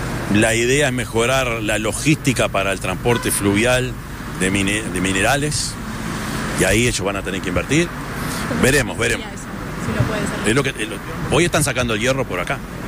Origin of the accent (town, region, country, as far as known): Uruguay